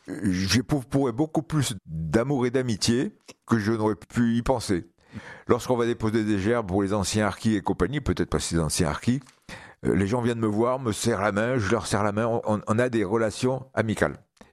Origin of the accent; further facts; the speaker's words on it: Algiers, Algiers Province, Algeria; C'est-à-dire que moi, j'étais d'Alger, donc je ne pouvais pas être affecté dans l'Algérois.